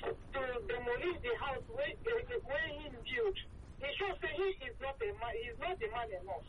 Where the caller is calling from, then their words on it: Lagos, Nigeria; I'm calling from Kirikiri.